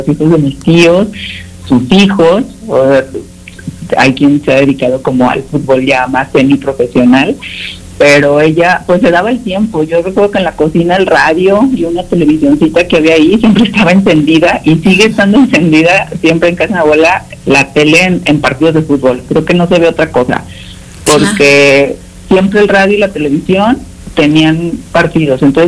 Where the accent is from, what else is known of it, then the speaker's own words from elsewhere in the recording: León, Guanajuato, Mexico; born there; soy nacida en León, entonces en León la afición por el fútbol es así como una exageración